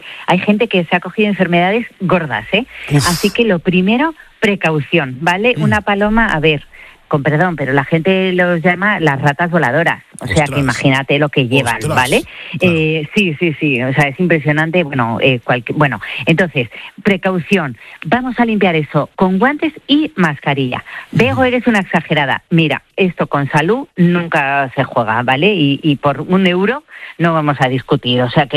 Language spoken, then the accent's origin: Spanish; Spain; De la vera, por supuesto, que para eso somos españoles